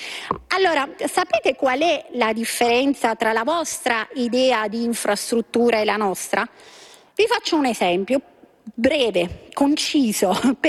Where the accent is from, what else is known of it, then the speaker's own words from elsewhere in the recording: Abruzzo, Italy; io sono abruzzese, in terra d'Abruzzo la Corte dei Conti certifica una mala gestione di questi fondi del PNRR